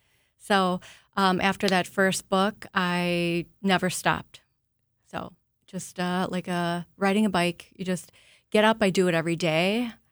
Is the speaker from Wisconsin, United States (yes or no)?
yes; Wisconsin, United States; also born or lived in Minnesota; I am from Wisconsin, yep. I am southeast Wisconsin.